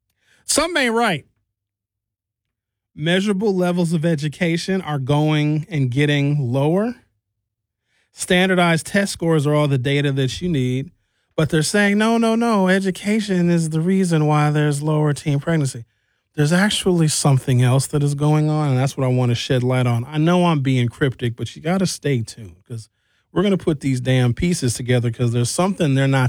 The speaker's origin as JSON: {"language": "English", "town": "Brown Deer", "region": "Wisconsin", "country": "United States", "tie": "born or raised there", "said": "They were a part of my developmental environment growing up in Brown Deer in the 1980s."}